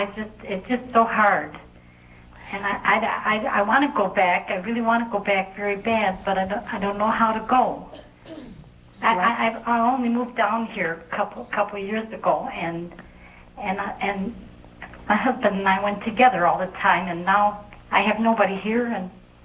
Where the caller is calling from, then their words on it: Clearwater, Florida, United States; I'm calling from Clearwater, Florida.